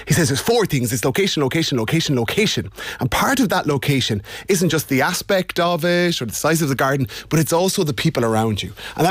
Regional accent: Ireland; as Irish people

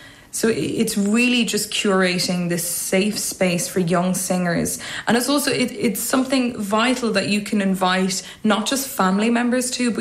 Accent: Dublin, Leinster, Ireland; I'm a soprano from Dublin

